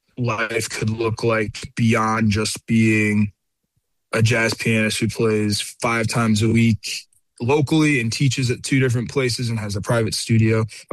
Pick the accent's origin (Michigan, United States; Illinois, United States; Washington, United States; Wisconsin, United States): Illinois, United States; Chicago; born or raised there; moved away as an adult; now in Nashville, United States